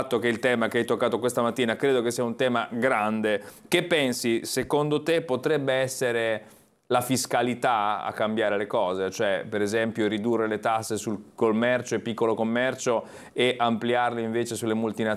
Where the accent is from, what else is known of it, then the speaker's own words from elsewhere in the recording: La Spezia, Liguria, Italy; Io, per esempio, che vengo dalla Spezia, dove avevamo invece le caserme del centro addestramento